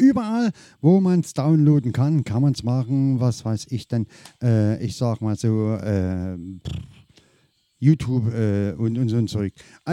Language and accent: German; Saxony, Germany; wir kommen ja aus Sachsen